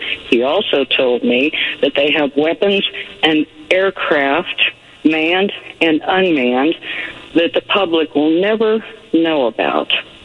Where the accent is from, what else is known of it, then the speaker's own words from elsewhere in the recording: Ohio, United States; born there; now in Missouri, United States; I was born a Buckeye